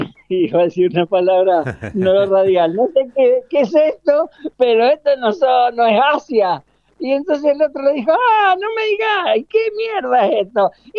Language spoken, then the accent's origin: Spanish; Mendoza, Argentina; este cantorazo tremendo que tenemos los mendocinos